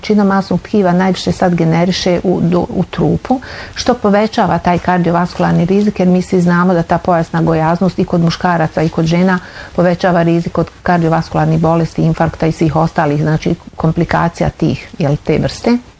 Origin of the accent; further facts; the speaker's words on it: Orašje, Posavina, Bosnia & Herzegovina; ja sam odrasla u Orašju na Savi